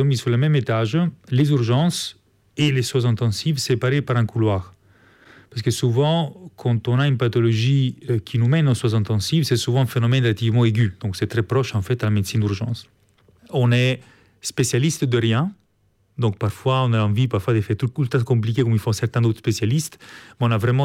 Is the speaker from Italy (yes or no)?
yes; Italy; accent: Italian; French is a second language; moved away as an adult; now in Brussels, Belgium; Et de mon accent, vous avez compris, je ne suis pas belge, je suis en fait italien et je suis en Belgique depuis 2001, donc ça fait 23 ans, 22 ans en fait à Erasmus.